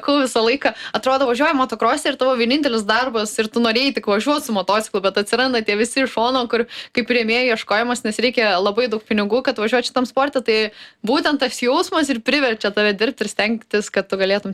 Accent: Ignalina, Utena County, Lithuania; Tai prasidėjo nuo to, kad aš kilusi iš Ignalinos, gimė broliukas, jam suėjo ten 5-6 metai, jam nupirko mažą motocikliuką.

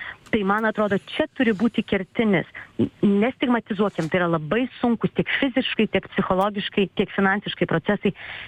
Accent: Vilnius, Vilnius County, Lithuania; aš esu Vilnietė, mano laikais jis nebuvo kvestionuojamas, tu eini į tą mokyklą, kuri tau priskirta.

